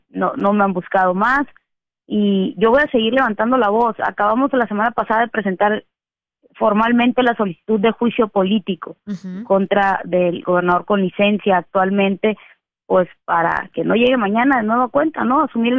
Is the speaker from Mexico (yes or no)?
yes; Sinaloa, Mexico; soy una sinaloense que está en territorio constantemente y no de ahorita por un encargo, de siempre.